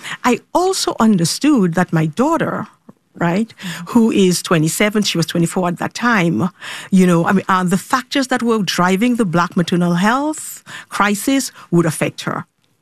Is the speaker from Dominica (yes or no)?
yes; Dominica; also born or lived in United States; I grew up in Dominica. That's a black country.